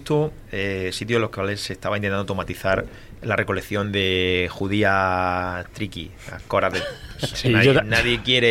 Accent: Adra, Andalusia, Spain

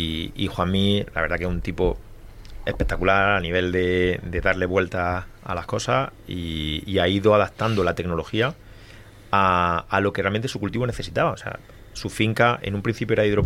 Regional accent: Adra, Andalusia, Spain; A ver, yo soy de Adra y yo sigo teniendo invernadero plano.

